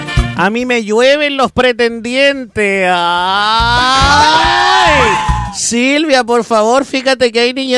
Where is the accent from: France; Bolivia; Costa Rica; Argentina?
Bolivia; now in Chile; Y los bolivianos que estamos en Chile disfrutamos más el mar que los propios chilenos. Soy boliviana.